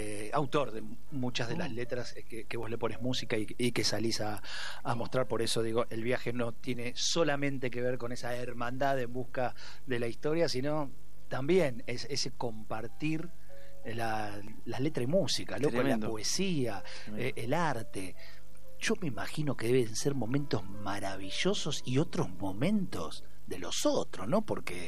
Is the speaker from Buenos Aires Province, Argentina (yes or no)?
yes; Ramos Mejía, Buenos Aires Province, Argentina; yo no soy de Urdan Pilleta, yo soy de Ramos Mejía, donde lo más cercano a un carro era el sodero que venía con claro. un caballo tirando un batán.